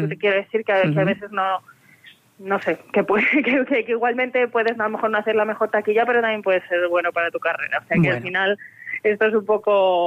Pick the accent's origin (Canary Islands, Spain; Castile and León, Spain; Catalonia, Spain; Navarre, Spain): Castile and León, Spain; Zamora; also born or lived in Benavente; now in Madrid, Spain; Seguro que hay algún guionista más de Zamora